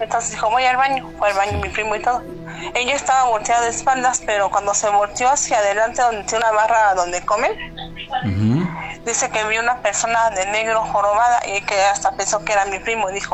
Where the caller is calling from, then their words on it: Mexico City, Mexico; De aquí, de la Ciudad de México.